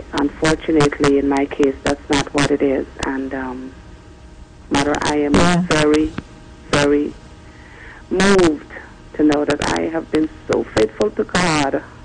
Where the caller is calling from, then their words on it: Connecticut, United States; I'm calling from Connecticut.